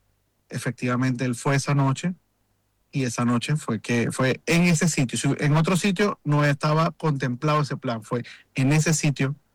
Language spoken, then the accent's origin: Spanish; Venezuela